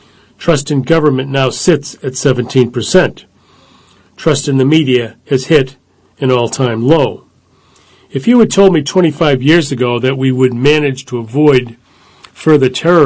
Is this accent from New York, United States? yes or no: yes; Queens, New York, United States; I grew up in Queens. My mother was a social worker.